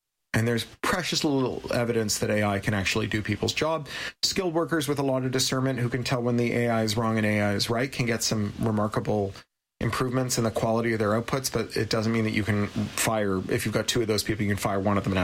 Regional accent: Canada; I'm also Canadian, like all the best Americans.

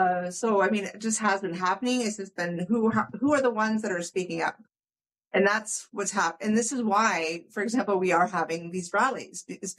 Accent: Canada; I'm actually looked at as a Canadian hero now

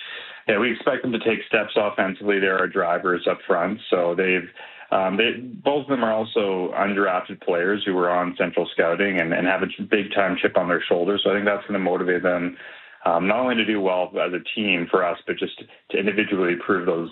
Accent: Calgary, Alberta, Canada; I grew up in Calgary, so I grew up watching the Hitmen and the Flames

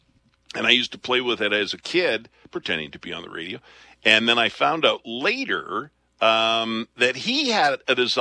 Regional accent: Picture Butte, Alberta, Canada; moved away as an adult; also born or lived in Lethbridge; Picture Butte is where I was born in Lethbridge, grew up, raised in Picture Butte. First 5 or 6 years of my life, I was on a sugar beet farm.

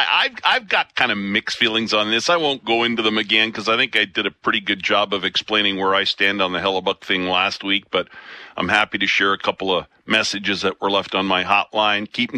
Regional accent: Canada; us as Canadians

